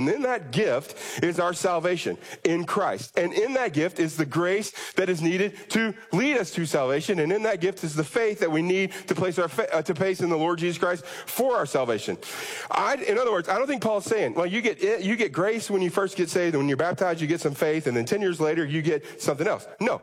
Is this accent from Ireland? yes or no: no; United States; not because I'm from America